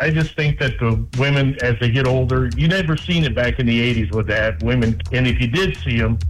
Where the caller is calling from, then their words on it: Apple Valley, Minnesota, United States; Right now, we're in Apple Valley.